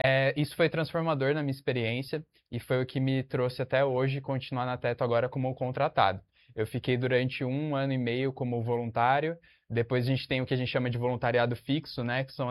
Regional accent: São Paulo, Brazil; Eu fui criado na Zona Oeste, região próxima ali de Pinheiros.

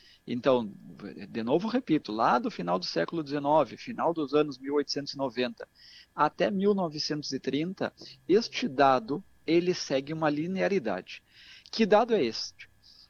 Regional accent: Rio Grande do Sul, Brazil; nós, como gaúchos, temos sim uma cultura muito forte

